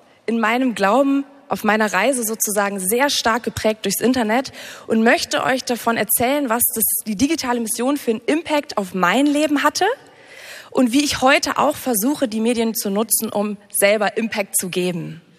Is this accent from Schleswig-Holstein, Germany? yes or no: no; North Rhine-Westphalia, Germany; Eigentlich komme ich aber aus NRW.